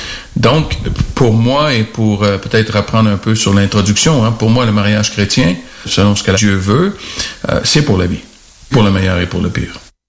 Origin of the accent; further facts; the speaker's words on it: Quebec, Canada; c'est certain que parfois, chez nous, au Québec, les étudiants ont le droit à des prêts et des bourses d'études